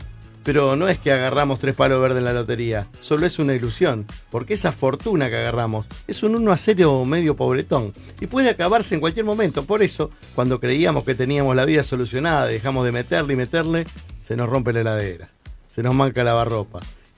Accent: Argentina; somos argentinos

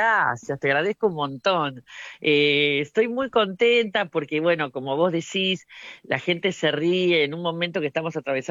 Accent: Miramar, Buenos Aires Province, Argentina; also born or lived in Mar del Plata; Y yo tengo un amor por Miramar tremendamente profundo.

